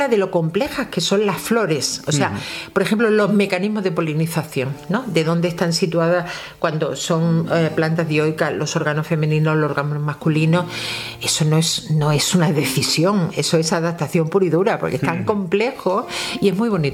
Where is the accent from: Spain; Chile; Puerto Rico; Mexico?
Spain; Melilla